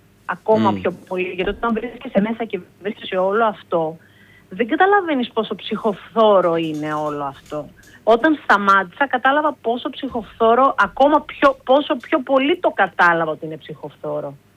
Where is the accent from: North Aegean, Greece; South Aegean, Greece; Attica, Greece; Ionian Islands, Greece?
Attica, Greece; Egaleo; Στην περιοχή που εγώ μεγάλωσα, στο Εγάλαιο, είχε πολύ λίγα πράγματα να κάνουμε